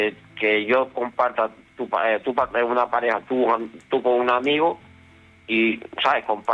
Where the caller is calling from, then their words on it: Tenerife, Canary Islands, Spain; Yo soy aquí de Tenerife y tú sabes que esto es turístico.